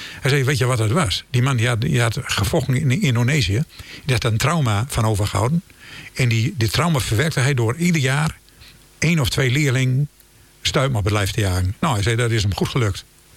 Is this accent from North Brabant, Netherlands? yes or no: no; Musselkanaal, Groningen, Netherlands; ik ben echt een Groninger. Ik ben een Veenkoloniaal. Ik word altijd verdacht dat ik in Westerwolde ben, maar dat is helemaal niet zo. Ik ben gewoon geboren en getogen in Musselknaal.